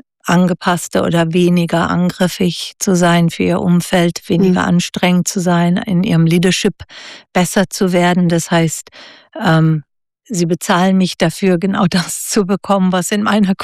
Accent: Germany; now in Switzerland; als Deutsche in der Schweiz

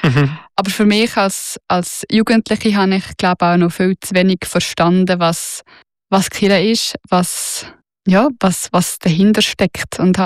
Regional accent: Lucerne, Switzerland; ich bin auf dem Land im Kanton Luzern aufgewachsen und das ist dort wie gar keine Frage gewesen, das haben alle gemacht.

